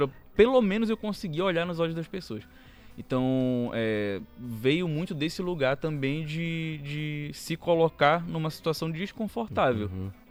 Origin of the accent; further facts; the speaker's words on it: Belém, Pará, Brazil; born there; eu sou pobre também e nasci em Belém.